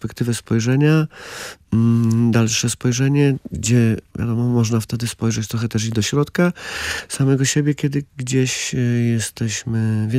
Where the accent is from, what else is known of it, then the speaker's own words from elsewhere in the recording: Lesser Poland, Poland; moved away as an adult; also born or lived in Kraków; now in Warsaw, Poland; Ja pochodzę z Małopolski, z Pogórza, z gór i chodziłem do szkoły, do liceum w Krakowie i później na studia w Krakowie